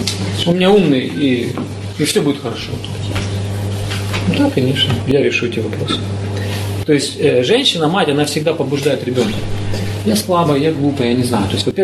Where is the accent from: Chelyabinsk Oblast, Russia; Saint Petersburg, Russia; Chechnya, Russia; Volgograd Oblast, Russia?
Chechnya, Russia; До сих пор у цыгане и на востоке, в Чечне в частности, там откуда я родом, там до сих пор этот принцип учитывается.